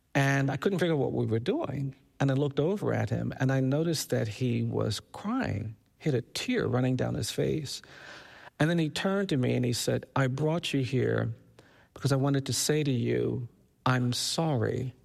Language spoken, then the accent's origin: English; United States